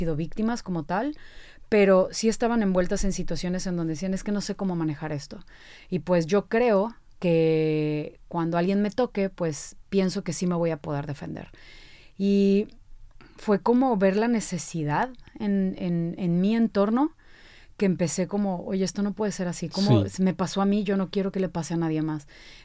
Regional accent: Veracruz, Mexico; yo soy de Veracruz, soy una buena jarocha, como decimos nosotros.

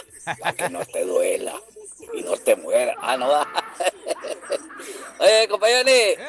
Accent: Mexico; Creo que soy puro mexicano.

